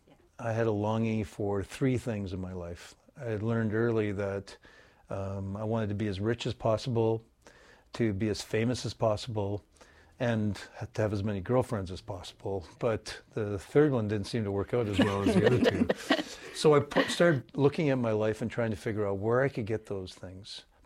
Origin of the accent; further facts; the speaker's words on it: British Columbia, Canada; also born or lived in Manitoba; Grew up in the Okanagan, and my parents left quite early, right after I was born. And it was a great place, the land of peaches and beaches.